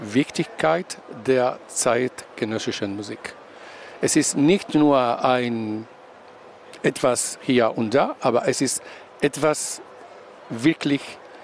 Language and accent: German; Spain; German is a second language; Als ein Spanier muss ich sagen